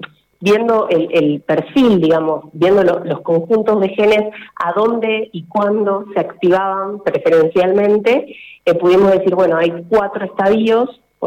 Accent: Salto Grande, Argentina; now in Buenos Aires, Argentina; estoy realizando mi doctorado en el Instituto Leloir, acá en Buenos Aires. Soy de Salto Grande, pero bueno, estoy acá entonces haciendo el doctorado.

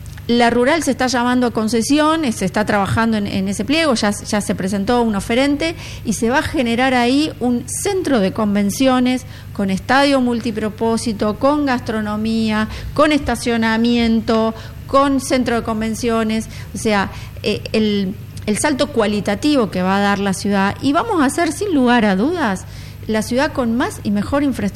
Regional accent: Rosario, Santa Fe, Argentina; somos la ciudad de Messi, somos la ciudad Angelito Di María.

